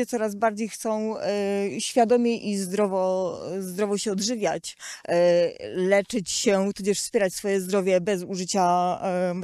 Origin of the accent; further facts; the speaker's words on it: Kościelec, Greater Poland Voivodeship, Poland; Poza jarmarkiem jesteśmy z Wielkopolski, Kościelec, koło koła.